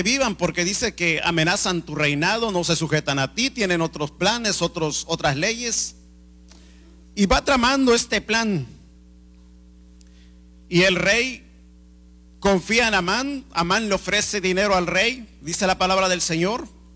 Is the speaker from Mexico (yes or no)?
yes; Mexico; moved away; yo que vengo de México